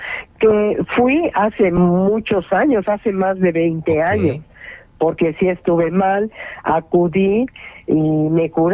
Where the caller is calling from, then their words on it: Coacalco, State of Mexico, Mexico; Yo estoy en Coacalco.